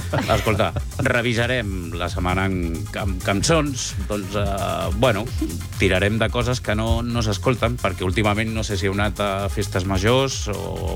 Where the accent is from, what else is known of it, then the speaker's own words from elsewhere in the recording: Catalonia, Spain; accent: català salat del Baix Llobregat; amb el meu català salat del Baix Llobregat